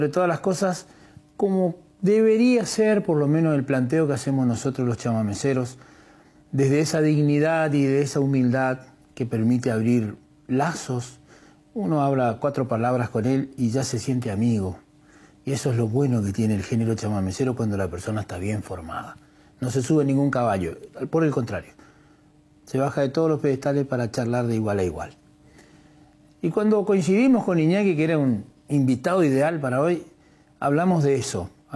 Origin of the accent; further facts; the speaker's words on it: Santa Fe, Argentina; also born or lived in Calchaquí; Somos santafesinos los dos.